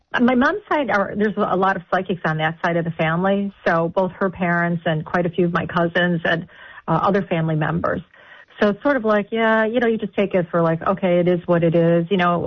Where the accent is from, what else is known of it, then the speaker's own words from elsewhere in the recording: Buffalo, New York, United States; I'm from Buffalo.